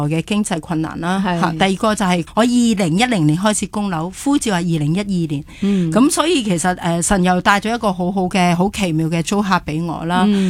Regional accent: Hong Kong; 我哋香港小朋友

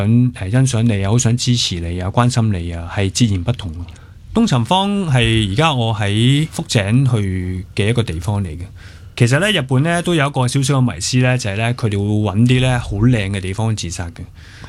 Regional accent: Hong Kong; now in Japan

